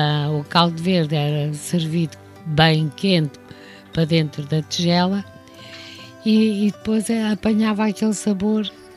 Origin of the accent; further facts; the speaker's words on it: Porto, Norte, Portugal; na minha terra, que é o Porto